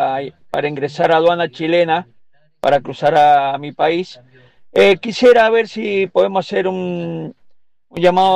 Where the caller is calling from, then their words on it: Argentina; soy chofer argentino de camiones, estoy varado acá en la frontera, pasando entre el lago, estoy haciendo fila para ingresar a aduana chilena, para cruzar a mi país.